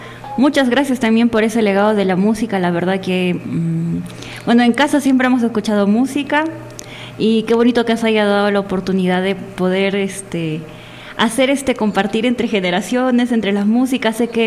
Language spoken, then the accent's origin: Spanish; Peru; todos somos peruanos.